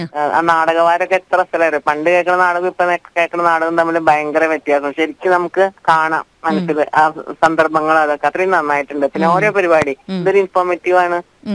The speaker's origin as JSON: {"language": "Malayalam", "town": "Shoranur", "region": "Kerala", "country": "India", "tie": "born or raised there", "said": "ഞാൻ ഷൊർണൂരാണ് ജനിച്ചത്. പരുത്തിപ്ര എന്ന് പറഞ്ഞിട്ടൊരു ബന്ധപ്പെട്ട തീരത്തുള്ള ഒരു വീട്ടില്."}